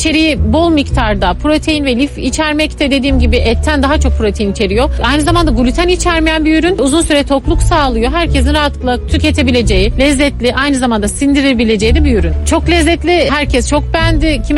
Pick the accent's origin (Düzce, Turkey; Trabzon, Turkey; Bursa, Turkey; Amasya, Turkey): Amasya, Turkey; born there